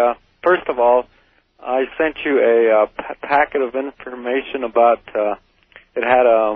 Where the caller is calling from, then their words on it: Colorado, United States; from Colorado.